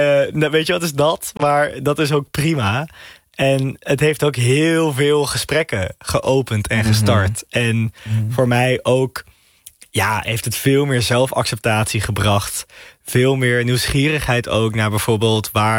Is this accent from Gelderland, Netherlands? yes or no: no; Amsterdam, North Holland, Netherlands; Dus homoseksueel en islamitisch of ik ben geboren en opgegroeid in de Bijlmer, maar uiteindelijk naar school gaan Amsterdam Oud-Zuid, wat ook een hele andere wereld is.